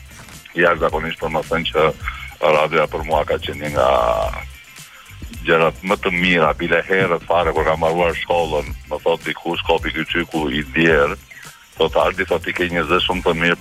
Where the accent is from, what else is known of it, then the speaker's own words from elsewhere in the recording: Pogradec, Korçë County, Albania; now in Korçë, Albania; Unë, tash jam lindur dhe banos